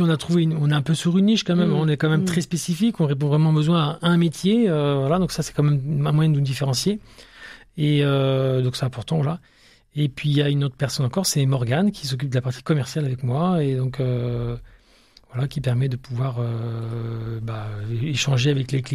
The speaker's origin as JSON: {"language": "French", "country": "France", "accent": "French", "said": "French accent"}